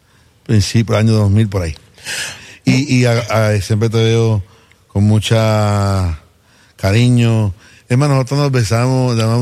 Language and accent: Spanish; Cidra, Puerto Rico; moved away as an adult; now in Caguas, Puerto Rico; Y me crié en el pueblo de Sidra. Mi mamá es de Calley, de Farallón.